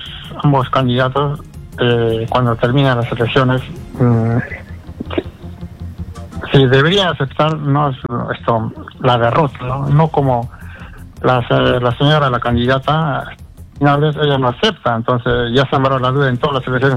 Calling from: Tambo Valley, Arequipa, Peru; yo vivo, soy del Valle de Tambo.

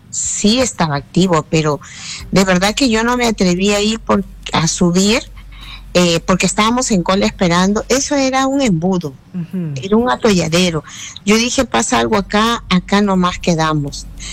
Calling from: Ventanilla, Callao, Peru; yo que vengo de Ventanilla

